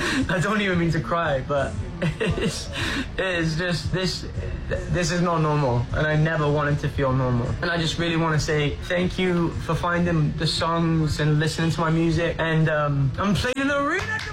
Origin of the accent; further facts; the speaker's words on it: Cardiff, Wales, United Kingdom; I'm from Cardiff in Wales